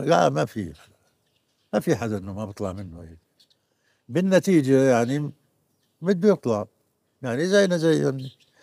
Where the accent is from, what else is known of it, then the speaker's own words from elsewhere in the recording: Palestine; فإحنا اثنين يعني عرفوا إنه إحنا فلسطينيين.